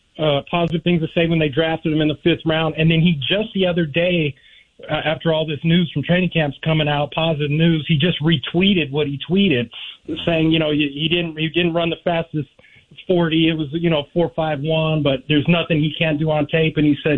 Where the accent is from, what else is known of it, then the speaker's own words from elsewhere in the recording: Antioch, California, United States; moved away as an adult; I grew up and live in Antioch, California, so I'm just north of Livermore.